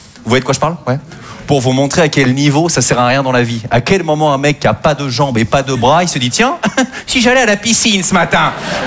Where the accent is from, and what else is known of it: Normandy, France